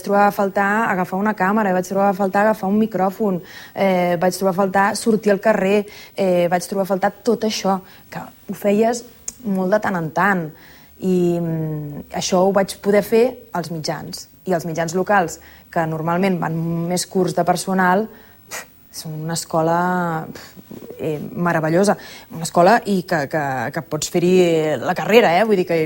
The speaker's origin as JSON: {"language": "Catalan", "town": "Sabadell", "region": "Catalonia", "country": "Spain", "said": "jo era del poble, era de Sabadell"}